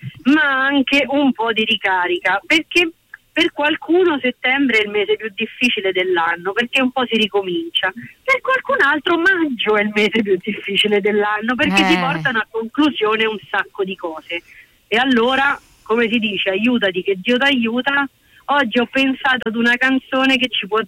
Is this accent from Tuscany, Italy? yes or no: no; Ostia, Lazio, Italy; Non so se si percepisce dal mio dialetto. Cerco di parlare in dizione, è vero, delle mie origini teatrali, però io vengo da Roma, anzi posso dire da Ostia.